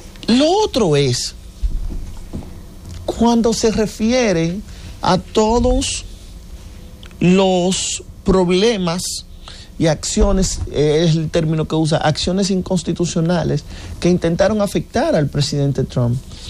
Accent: Dominican Republic; debe llamar la atención de nosotros como dominicanos, de nuestro sistema.

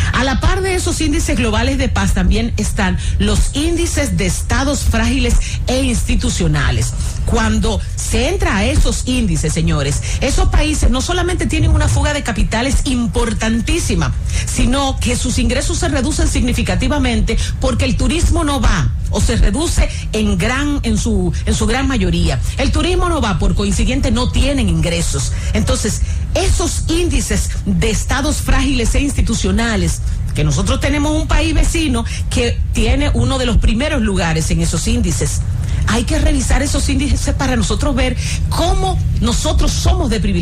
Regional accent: Dominican Republic; como dominicanos, no solamente queremos nosotros vivir en paz

